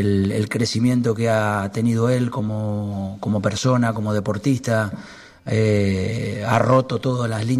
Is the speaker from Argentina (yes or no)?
yes; Argentina; Con Messi, la verdad que somos agradecidos los argentinos de haber tenido a 2 futbolistas extraordinarios, los mejores de la historia.